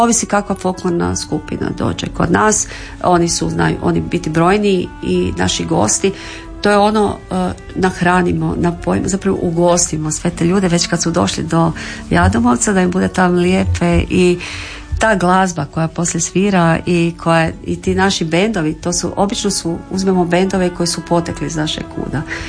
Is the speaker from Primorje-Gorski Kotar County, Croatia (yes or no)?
no; Slatina, Virovitica-Podravina County, Croatia; moved away; ja sam rođena u Virovitici, ali on je baš Virovitičanin, a ja sam zapravo iz Slatine, iz jednog najljepšeg sela u Slavoniji koje se zove Nova Bukavica.